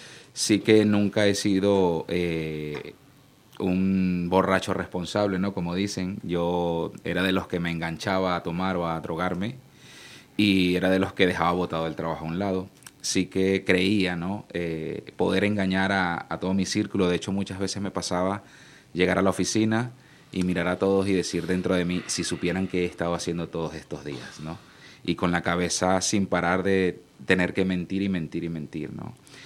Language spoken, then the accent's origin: Spanish; Venezuela; now in Spain; mi familia se había recién venido a España, yo soy de Venezuela, se había recién venido a España